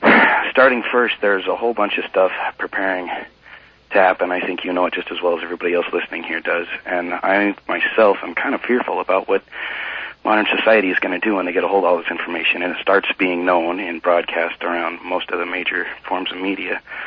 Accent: Pasco, Washington, United States; I'm from Pasco.

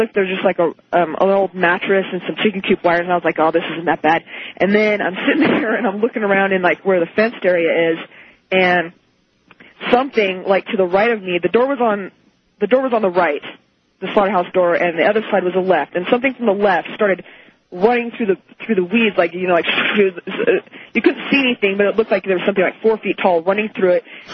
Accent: Susanville, California, United States

